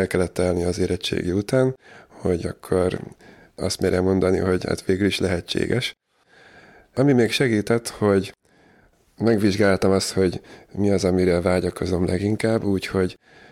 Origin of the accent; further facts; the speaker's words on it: Dunakeszi, Pest, Hungary; Dunakesziről származom, 38 éves vagyok jelenleg. Hagyományos katolikus vallásos családban születtem.